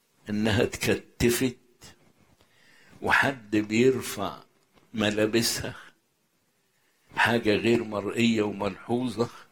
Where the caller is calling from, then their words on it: Cairo, Cairo Governorate, Egypt; من القاهرة، متجوز وعندي طفل 2 ونص.